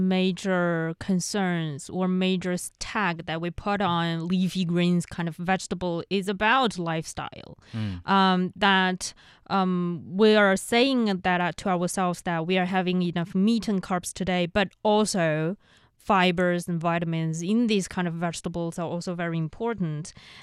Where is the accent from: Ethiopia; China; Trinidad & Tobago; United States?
China; Inner Mongolia; born or raised there; moved away